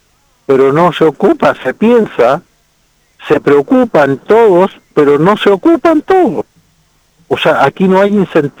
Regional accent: Magallanes and Chilean Antarctica, Chile; Mire, yo soy magallánico. A mí me tocó estar en la década del 1978 en Magallanes

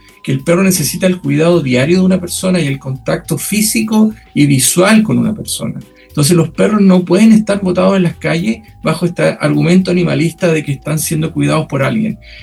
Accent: Chile; also born or lived in England / United States; somos los chilenos que no tenemos la costumbre de cuidar a nuestros animales y hacernos responsables de lo que ellos hagan. Yo viví fuera de Chile, en Inglaterra y en Estados Unidos

